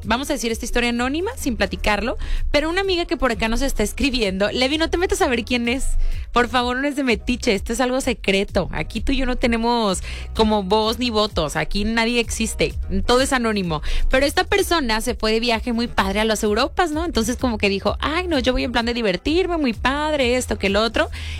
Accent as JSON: {"language": "Spanish", "country": "Mexico"}